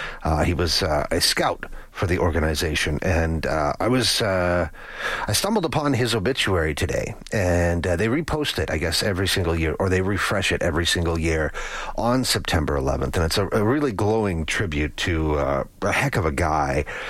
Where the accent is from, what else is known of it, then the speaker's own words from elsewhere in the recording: Lloydminster, Alberta, Canada; 24 Canadians died that day, including some Albertans, most famously, I remember, in my hometown where I graduated high school, with Lloydminster.